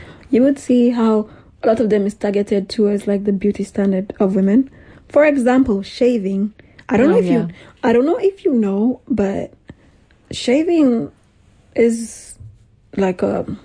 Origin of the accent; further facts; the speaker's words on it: Nigeria; now in Europe; I grew up in Nigeria and we didn't used to shave legs. When I moved to Europe, I saw other people shave legs.